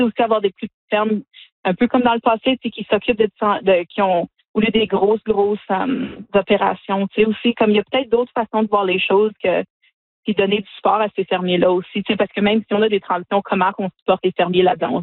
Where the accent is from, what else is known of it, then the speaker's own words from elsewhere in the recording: Sudbury, Ontario, Canada; nous, on vient de Sudbury. Donc, c'est une ville minière